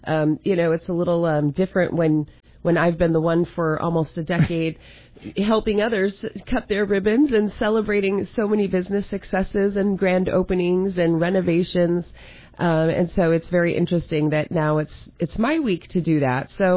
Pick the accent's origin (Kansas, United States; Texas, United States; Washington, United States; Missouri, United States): Washington, United States; now in Wisconsin, United States; I'm from Washington, not Wisconsin